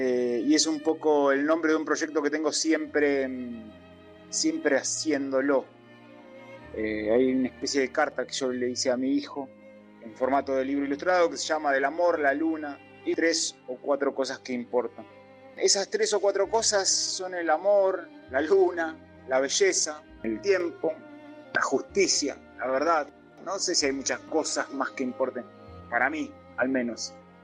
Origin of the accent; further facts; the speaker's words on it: Argentina; Yo nací, me crié, jugué mucho tiempo en el Pozo Pampa